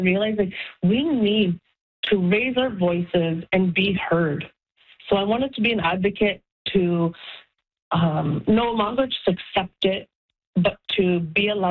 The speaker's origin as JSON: {"language": "English", "town": "Iqaluit", "region": "Nunavut", "country": "Canada", "tie": "born or raised there", "said": "This is my hometown. I'm from here"}